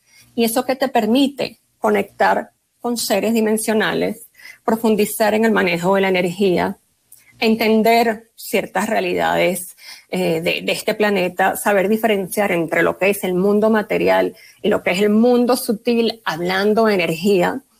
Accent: Venezuela; now in Colombia; yo soy venezolana, pero ya tengo 16 años viviendo acá.

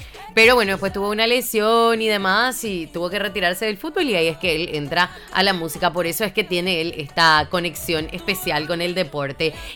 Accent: Paraguay; si vos sos varón paraguayo

